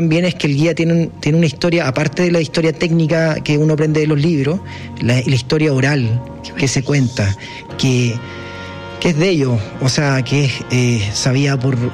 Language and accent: Spanish; Chile; Pero hay que decir que, bueno, en mi caso por lo menos hasta hace poco no viajábamos tanto los chilenos